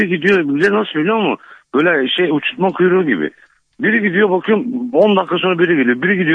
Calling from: Bursa, Turkey; Bursa'dan.

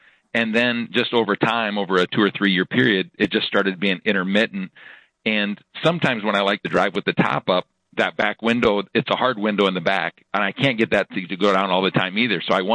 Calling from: Sioux Falls, South Dakota, United States; I'm from Sioux Falls.

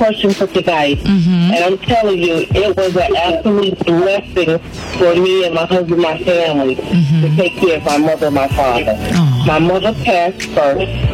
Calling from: Douglasville, Georgia, United States; I'm calling from Douglasville, Georgia.

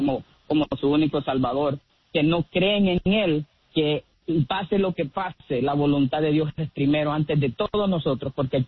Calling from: Nashville, Tennessee, United States; De aquí, de Nashville, Tennessee.

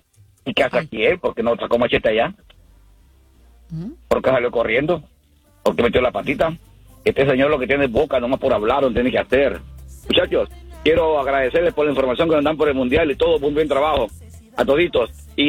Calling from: New York, United States; los hablo de Nueva York.

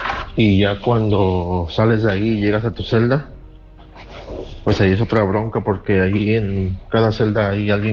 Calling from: Ciudad Nezahualcóyotl, State of Mexico, Mexico; Yo soy de allá de Ciudad Neza.

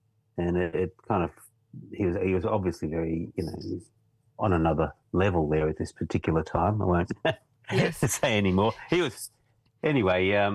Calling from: Northcote, Victoria, Australia; I should have been more specific. It's in Northcote in Victoria.

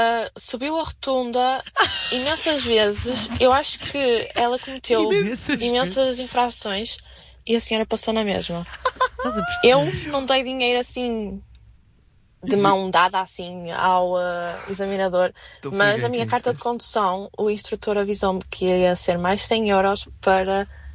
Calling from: Norte, Portugal; Sou do Norte

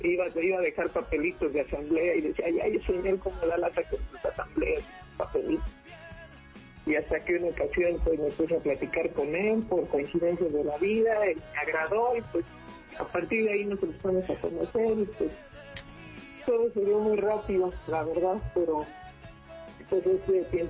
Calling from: Mexico City, Mexico; De aquí, de la alcaldía de Benito Juárez

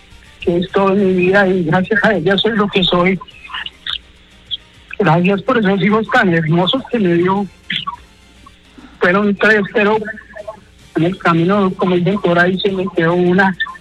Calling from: Bogotá, Colombia; Yo de aquí, Bogotá.

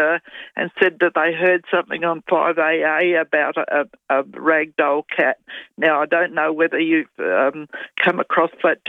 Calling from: Barossa Valley, South Australia, Australia; We're from the Barossa Valley near Yorba.

